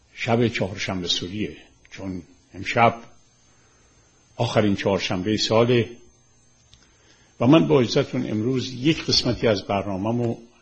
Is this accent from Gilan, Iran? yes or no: no; Tehran, Tehran Province, Iran; میگه ما مال تهرون قدیمیم و همون 4 محله تهرون. متولد اودلاجانم ولی در خیابون اسمال بزاز رشد کردم و بزرگ شدم. سر کوچمونم یک تابلوی بزرگ نوشته بود هیئت محلی چاله میدان.